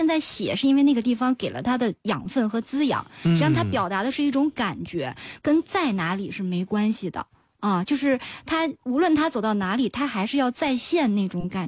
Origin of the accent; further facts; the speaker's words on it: Chengde, Hebei, China; moved away; also born or lived in Shijiazhuang; 我是在承德生承德长，但是我后来家搬到石家庄，但是别人问我的时候，我还是愿意说承德。